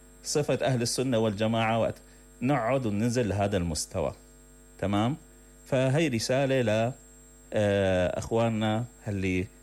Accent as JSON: {"language": "Arabic", "country": "Syria", "said": "عندنا في الشام"}